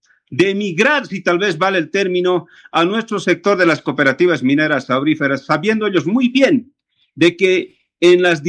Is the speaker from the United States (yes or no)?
no; Bolivia; nuestro país, de Bolivia.